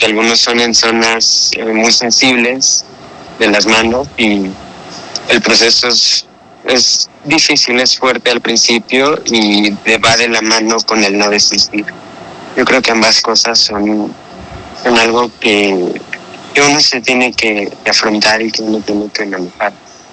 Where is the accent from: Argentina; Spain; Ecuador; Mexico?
Mexico; Morelos; Soy violonchelista de la ciudad del estado de Morelos.